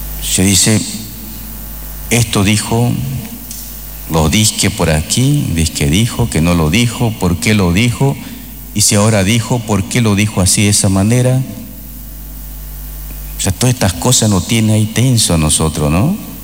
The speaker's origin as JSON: {"language": "Spanish", "country": "Bolivia"}